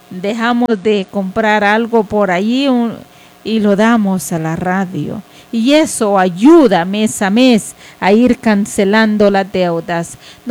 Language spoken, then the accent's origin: Spanish; Santa Ana, El Salvador; now in Jucuapa, El Salvador; en Occidente, mi tierra natal, tierra morena